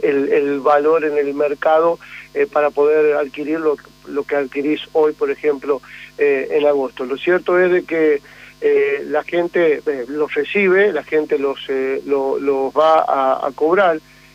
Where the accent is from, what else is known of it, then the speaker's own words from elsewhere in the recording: La Rioja, Argentina; los riojanos, hablo como riojano, digamos